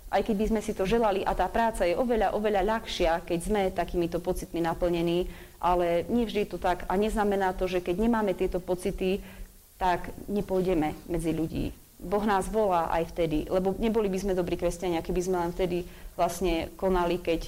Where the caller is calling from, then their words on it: Cinobaňa, Banská Bystrica Region, Slovakia; u nás v Cinovaní